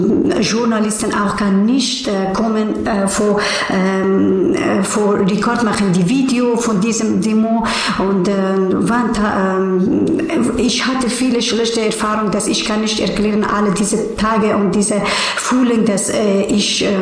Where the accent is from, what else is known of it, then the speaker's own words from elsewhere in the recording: Kabul, Afghanistan; German is a second language; Ja, ich komme aus Afghanistan und ich geboren in Kabul, Hauptstadt von Afghanistan. Und leider jetzt sind Taliban sind in unserer Heimat